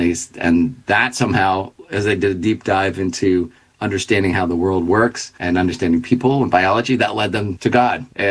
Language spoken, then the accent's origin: English; Philadelphia, Pennsylvania, United States